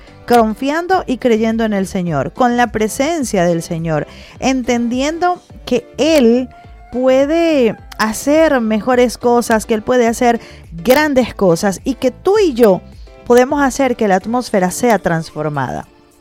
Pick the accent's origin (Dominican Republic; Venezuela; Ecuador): Venezuela; como venezolanos decidimos cambiar esa atmósfera, como venezolanos decidimos salir